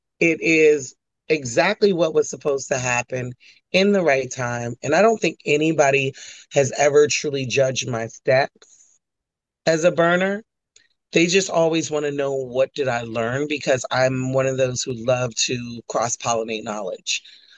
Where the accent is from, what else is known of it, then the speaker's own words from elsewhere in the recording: Washington, District of Columbia, United States; this little girl from DC